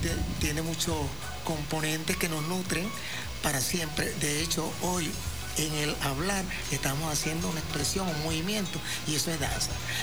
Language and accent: Spanish; Venezuela